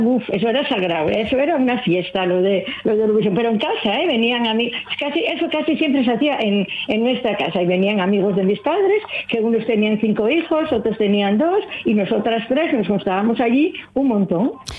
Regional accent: Pravia, Asturias, Spain; Nosotros, por ejemplo, yo soy de Pravia. Allí en Pravia, de Pravia, éramos solamente tres familias.

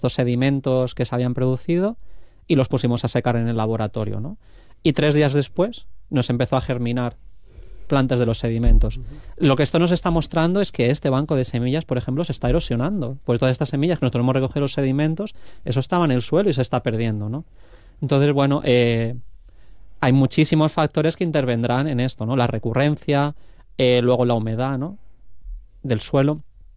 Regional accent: Valencian Community, Spain; yo soy valenciano

